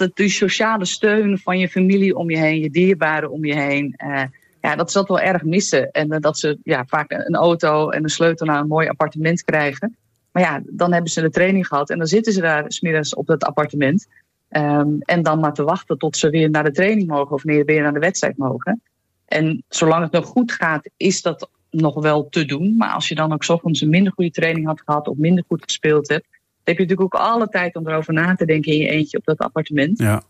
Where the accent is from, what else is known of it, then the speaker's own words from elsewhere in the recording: Netherlands; zijn we Nederlanders voor hun toch wel olifanten in een porseleinkast.